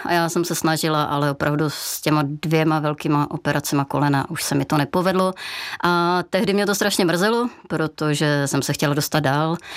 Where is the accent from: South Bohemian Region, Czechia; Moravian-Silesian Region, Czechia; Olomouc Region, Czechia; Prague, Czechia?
Olomouc Region, Czechia; Jeseník; Úplně ne, já pocházím z Jeseníku a i když jsem bydlela v horách